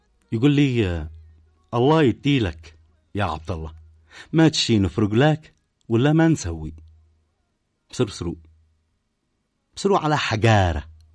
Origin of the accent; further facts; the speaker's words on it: Sanaa, Amanat Al Asimah, Yemen; هذا عندنا في صنعاء.